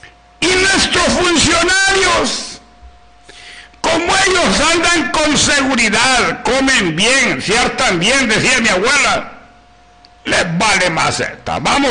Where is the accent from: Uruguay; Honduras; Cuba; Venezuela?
Honduras; nosotros será que no somos hondureños.